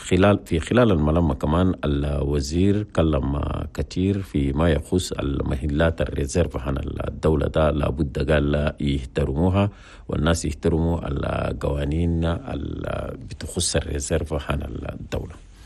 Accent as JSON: {"language": "Arabic", "country": "Chad", "said": "اللاجئين السودانيين في بلدنا تشاد."}